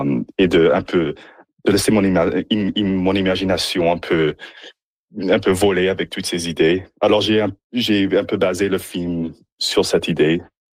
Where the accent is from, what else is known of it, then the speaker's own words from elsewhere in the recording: Nipawin, Saskatchewan, Canada; Je suis originaire de Nipawin, je suis même à Nipawin tout de suite là, chez mes parents.